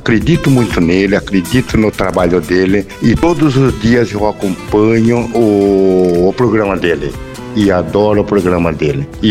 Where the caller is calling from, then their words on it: Paranaguá, Paraná, Brazil; aqui de Paranaguá.